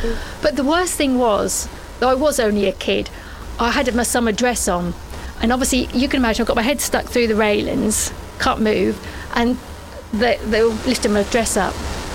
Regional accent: Great Yarmouth, East of England, United Kingdom; I grew up in Great Yarmouth.

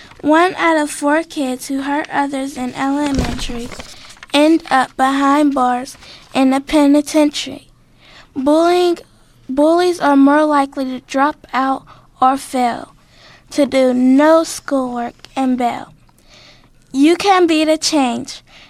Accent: Pittsburgh, Pennsylvania, United States; I'm I'm from the South Side, but currently I live in Wilkinsburg.

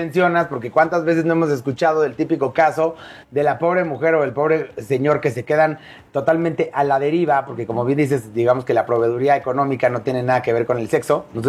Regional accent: Mexico; nosotros como mexicanos no tenemos una cultura del ahorro.

